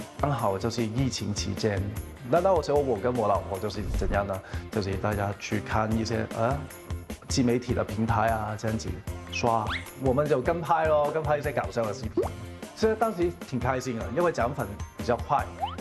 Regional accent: Hong Kong; moved away as an adult; 今年35岁，我是一个土生土长的香港人。我过来之前呢，我是在香港做金融股票的。

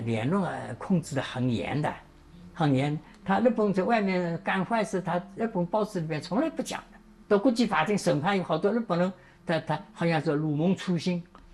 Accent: China; 女的看到我们中国人都低了头，就不敢着面对面的看我们。

